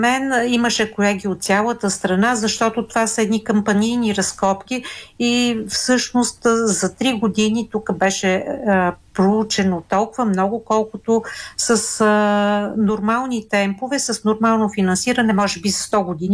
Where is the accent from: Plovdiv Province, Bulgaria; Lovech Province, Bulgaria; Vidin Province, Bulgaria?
Vidin Province, Bulgaria; Belogradchik